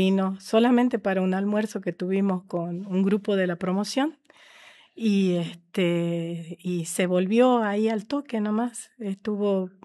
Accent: Argentina; now in United States; cuando se enteran que soy de Argentina

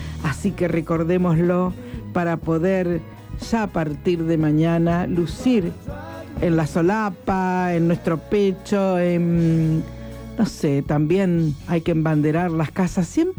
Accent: Argentina; nos identifica como argentinos.

